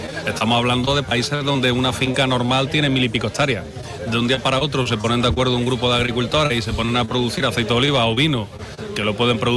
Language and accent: Spanish; Jaén, Andalusia, Spain; Yo soy de Jaén.